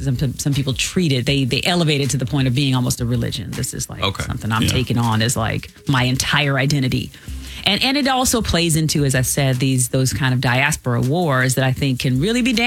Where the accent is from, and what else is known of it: United States